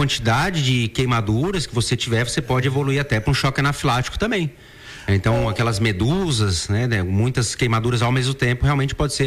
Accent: Laguna, Santa Catarina, Brazil; Eu sou da Laguna

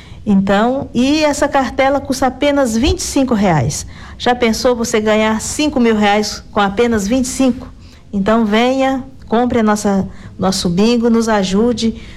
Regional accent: Minas Gerais, Brazil; A gente dá um jeitinho, pode vir, ainda mais que nós somos mineiro sempre dá um jeitinho.

